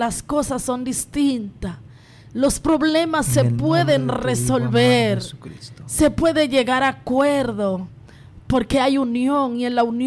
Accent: Dominican Republic; Somos la nación de República Dominicana.

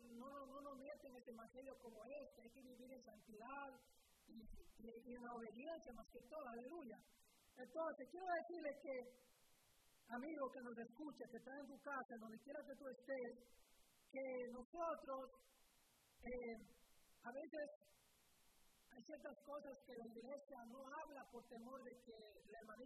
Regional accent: Ecuador; moved away; cuando yo estuve en mi país, en Ecuador

